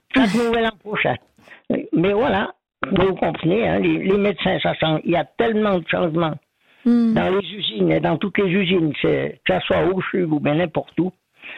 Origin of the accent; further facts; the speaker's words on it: Vaud, Switzerland; accent: accent du pays d'en haut, des Ormonts; tandis que moi, j'ai l'accent du pays d'en haut, des Ormonds.